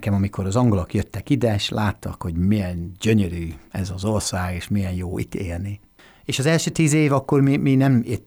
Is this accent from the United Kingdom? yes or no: yes; Warrington, North West England, United Kingdom; Warringtonban születtem, és Warrington az Liverpool és Manchester között, északi Angliában, és ott jártunk a gyülekezetünkbe